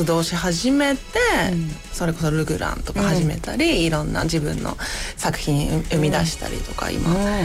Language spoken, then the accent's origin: Japanese; Sapporo, Hokkaido, Japan; now in Tokyo, Japan; 私も札幌出身なんですよ